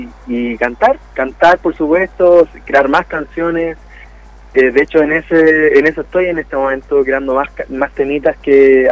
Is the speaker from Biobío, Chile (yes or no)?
no; Paine, Santiago Metropolitan Region, Chile; Yo soy de Paine, la verdad.